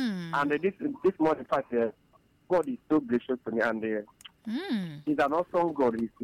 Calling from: Enugu State, Nigeria; From Molo.

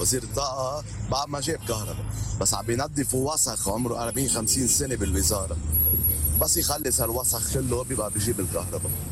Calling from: Zahle, Beqaa, Lebanon

